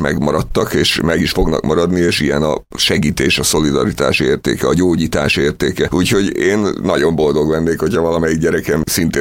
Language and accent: Hungarian; Budapest, Hungary; Tehát a Szent István körúton nőttem föl, a Margit híd közelében